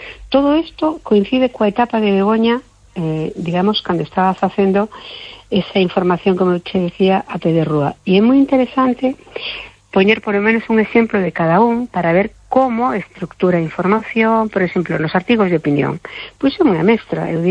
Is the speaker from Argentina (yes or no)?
no; Cuba; Galician is a second language; now in Spain; eu por exemplo tamén son neofalante. Cando cheguei de Cuba non falaba para nada, casi non falaba español, falaba cubano, pero empecé a falar galego